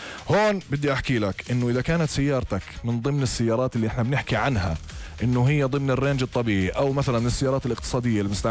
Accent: Jordan; اليوم أصبح عندنا لتر الديزل في الأردن 90 قرش

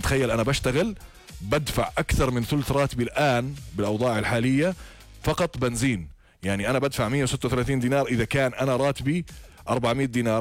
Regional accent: Jordan; اليوم أصبح عندنا لتر الديزل في الأردن 90 قرش

